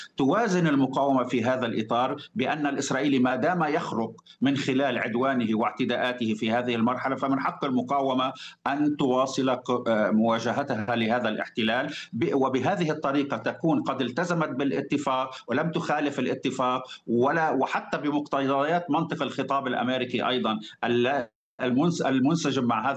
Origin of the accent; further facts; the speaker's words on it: Lebanon; إلا عندنا في لبنان